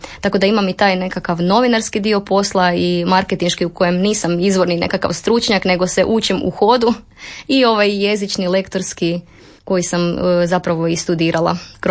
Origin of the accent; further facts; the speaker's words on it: Croatia; koji je inače rodom iz Bjegovače, to je dva mjesta dalje od mjesta u kojem sam ja odrasla.